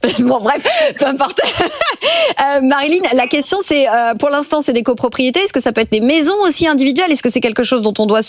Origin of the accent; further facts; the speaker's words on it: Paris, Île-de-France, France; je pense au 19e d'où je viens, hein, tout autour des Buttes-Chaumont, c'est quand même particulier.